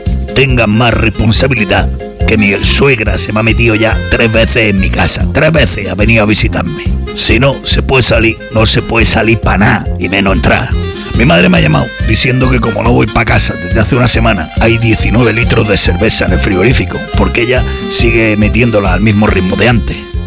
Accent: Spain; Como buenos españoles que somos, la única manera de salvar el país es haciendo lo que mejor se nos da.

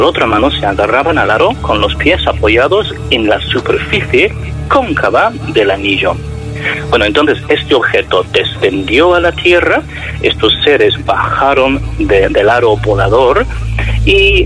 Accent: United Kingdom; moved away; soy británico

